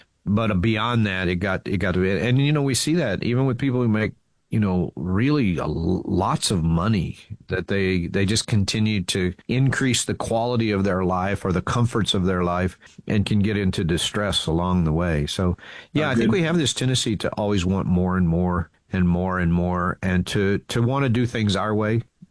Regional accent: the South, United States; because growing up in the South, around here, it's hard to get a good biscuit.

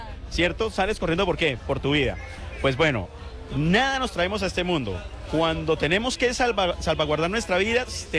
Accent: Colombia; somos la familia llamada Colombia

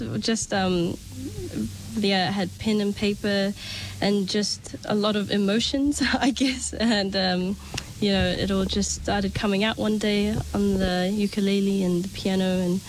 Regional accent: Auckland, New Zealand; my mum was born here in New Zealand in Auckland, and I was also born and raised in West Auckland.

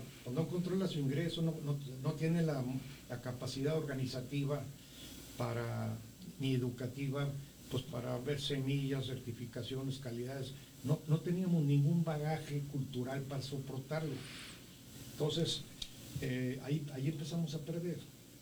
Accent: Mexico; como mexicanos, como país, cada quien en su parcela, tenemos que actuar.

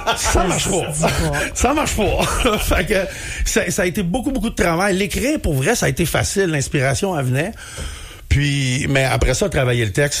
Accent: Quebec, Canada; moi en plus, moi je suis un Québécois, hein

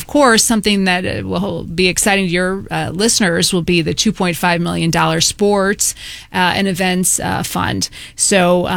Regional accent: St. Louis, Missouri, United States; Well, I was born in South St. Louis City, raised primarily in the unincorporated St. Louis County area. So I went to Parkway Schools.

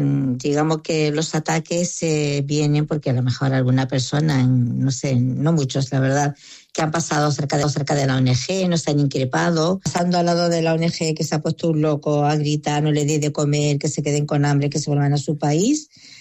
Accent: Ceuta, Spain; Aquí hay que dejar claro que los musulmanes ceutíes somos tan españoles como el que más y somos tan patriotas como el que más.

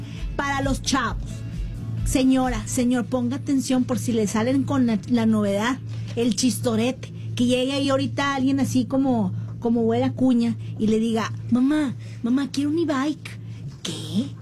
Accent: Mexico; Aunque sea medio sangrón, le vamos a Checo porque somos mexicanos.

